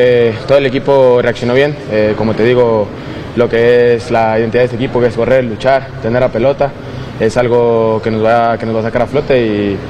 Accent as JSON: {"language": "Spanish", "country": "Mexico", "said": "somos nosotros los mexicanos"}